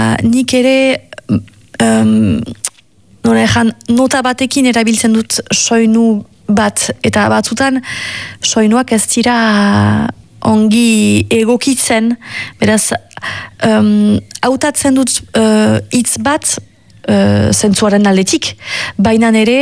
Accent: Nouvelle-Aquitaine, France; first language Basque

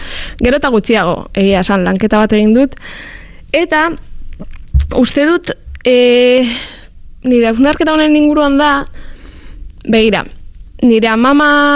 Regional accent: Bilbao, Basque Country, Spain; now in Zornotza, Spain; Bueno, ni bilbotarra naiz berez, Zornotzan bizi naiz orain, eta 1985 urtean jaio nintzen

